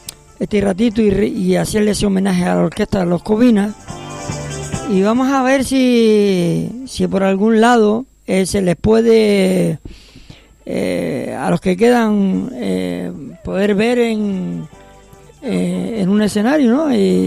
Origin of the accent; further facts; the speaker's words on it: Tamaraceite, Canary Islands, Spain; Yo soy de Tamaraceiteiro